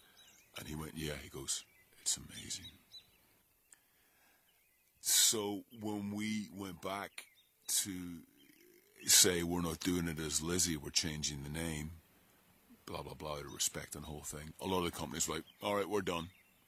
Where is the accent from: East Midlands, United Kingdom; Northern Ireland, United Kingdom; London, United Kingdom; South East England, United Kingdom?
Northern Ireland, United Kingdom; As Irish kids, we were at that time because Ireland was such, certainly in the north with everything that was going on in my situation, but we were very influenced by American culture.